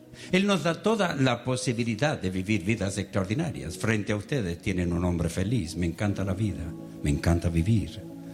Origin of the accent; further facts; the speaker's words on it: Chile; born there; Yo nací en Chile, en una iglesia pentecostal, y pensaba que Dios era pentecostal y chileno.